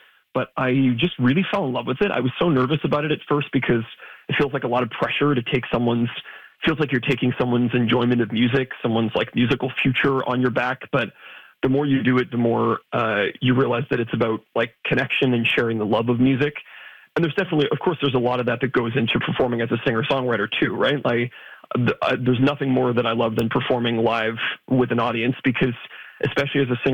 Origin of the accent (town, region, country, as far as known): Ontario, Canada